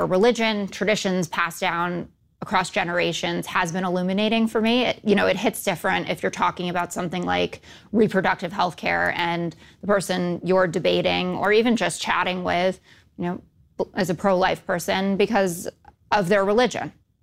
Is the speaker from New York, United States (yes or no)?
yes; New York City, New York, United States; born or raised there